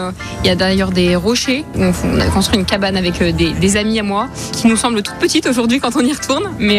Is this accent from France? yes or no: yes; Briec, Brittany, France; moved away as an adult; now in Montpellier, France; Moi je suis de Briec, la commune à côté de Quimper.